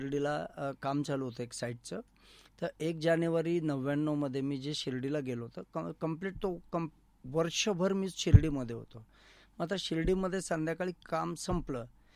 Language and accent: Marathi; Ahmednagar, Maharashtra, India; मूळचा नगरचा आणि माझं बालपण पण अहमदनगरमध्येच.